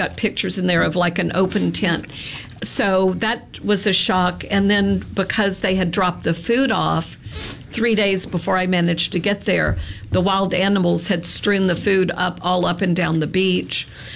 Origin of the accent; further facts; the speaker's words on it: Natchez, Mississippi, United States; I'm from Natchez, don't you know?